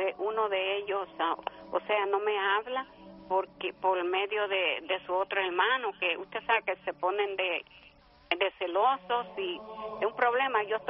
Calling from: New York City, New York, United States; Usted sabe que … del Bronx, Nueva York.

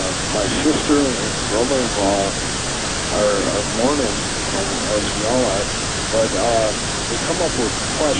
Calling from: Florida, Wisconsin, United States; Florida, Wisconsin.

